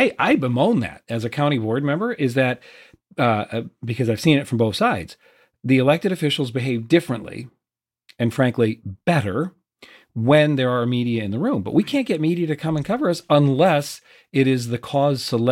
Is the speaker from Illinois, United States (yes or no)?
yes; Rock Island, Illinois, United States; I was an Argus kid. I grew up in Rock Island.